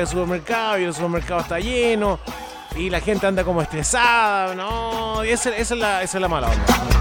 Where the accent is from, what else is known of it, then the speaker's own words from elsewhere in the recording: Chile; yo soy más chileno que el poroto sushi.